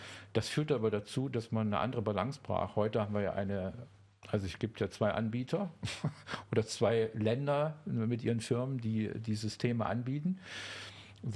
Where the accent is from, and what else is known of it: Saxony, Germany; now in Berlin, Germany